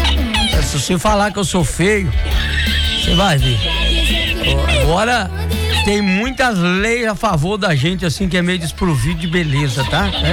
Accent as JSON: {"language": "Portuguese", "country": "Brazil", "said": "sou brasileiro"}